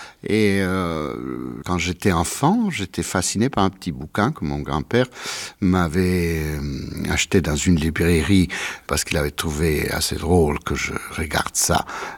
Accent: Colombia; Et malheureusement, il n'y avait pas de clavecin chez nous, en Colombie, à l'époque.

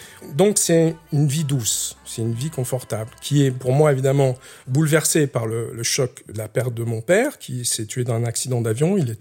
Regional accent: Switzerland; accent: Swiss; je me fais un peu embêter à l'école parce que j'ai un accent suisse.

